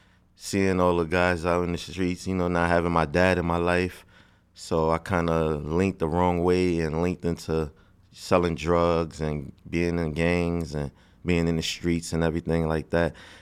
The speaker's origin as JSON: {"language": "English", "town": "Bronx", "region": "New York", "country": "United States", "tie": "born or raised there", "said": "I'm from the Bronx, New York. I'm 44 years old, so I came up in the Bronx, New York."}